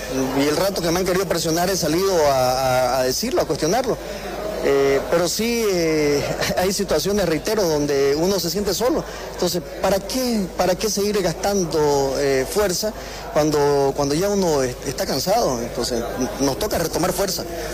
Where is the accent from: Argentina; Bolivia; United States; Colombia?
Bolivia; desde mi pueblo, el lugar donde me siento tranquilo, el lugar donde me siento con toda la moral suficiente. Aquí me crié, me conoce